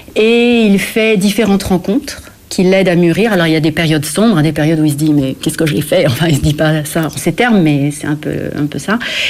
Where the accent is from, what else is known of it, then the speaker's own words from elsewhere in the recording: France; born there; je suis née en France.